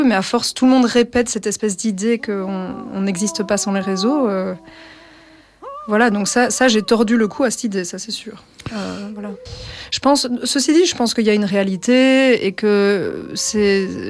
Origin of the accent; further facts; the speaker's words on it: Brussels, Brussels-Capital Region, Belgium; je suis bruxelloise et chanteuse d'opéra.